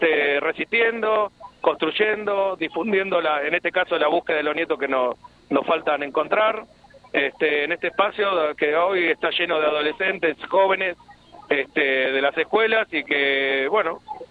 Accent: Buenos Aires, Argentina; yo como porteño lo digo también

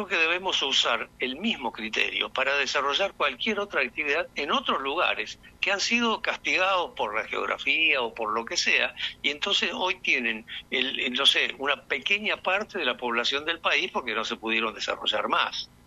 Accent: Santa Fe, Argentina; yo soy santafesino, es decir, conozco cómo fue perfectamente el desarrollo de la pampa húmeda

